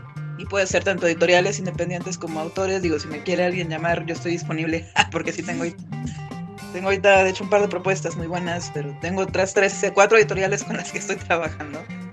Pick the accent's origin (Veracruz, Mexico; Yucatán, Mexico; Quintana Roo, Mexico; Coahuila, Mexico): Coahuila, Mexico; Torreón; moved away as an adult; now in Mexico City, Mexico; soy de Torreón, Coahuila, pero vivo en la Ciudad de México desde hace casi 20 años